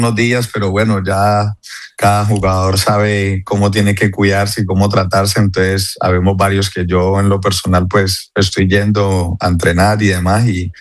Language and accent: Spanish; Cali, Valle del Cauca, Colombia